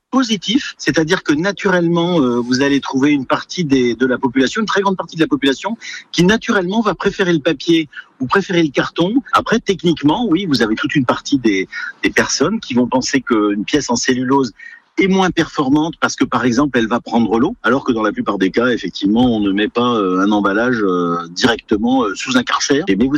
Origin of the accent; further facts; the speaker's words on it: Brittany, France; now in Landes, France; mais c'est aussi une part de l'histoire de ma région d'origine, en Bretagne.